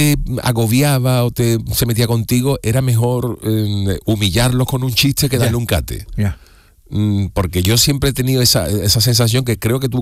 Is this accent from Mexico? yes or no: no; Cádiz, Andalusia, Spain; Yo soy beduino, porque en Cádiz, como tú bien dices, los beduinos se le conocen de murallas para afuera, lo que es la puerta de tierra. Pero yo nací en Cádiz, Cádiz. O sea, yo de nacimiento soy gadita.